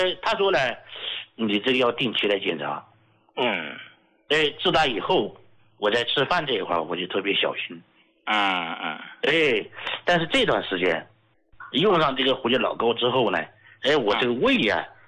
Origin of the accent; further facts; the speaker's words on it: Sichuan, China; 睡得安逸了，用我们四川话讲呢，那睡得踏实了